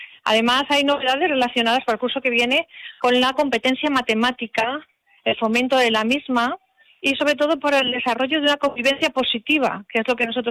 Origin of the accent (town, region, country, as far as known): Spain